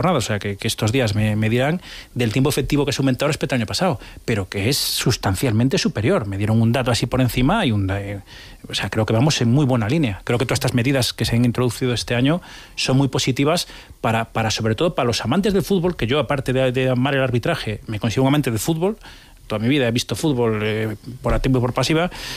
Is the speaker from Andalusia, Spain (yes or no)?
no; Vigo, Galicia, Spain; siendo de Vigo